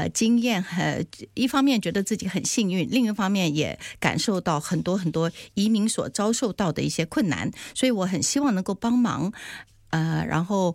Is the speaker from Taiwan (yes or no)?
yes; Taiwan; 很巧合的一件事情，我小的时候在台湾，我就很喜欢看